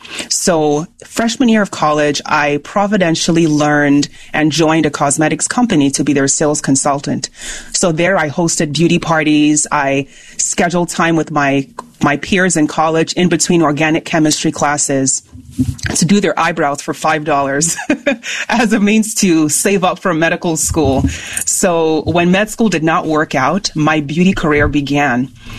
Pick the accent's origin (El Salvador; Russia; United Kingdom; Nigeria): Nigeria; English is a second language; moved away as an adult; now in United States; My work was on billboards across Africa because I am Nigerian by origin and very proud of my Nigerian heritage.